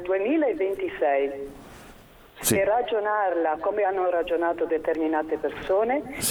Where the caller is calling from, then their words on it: Genoa, Liguria, Italy; Essendo di Genova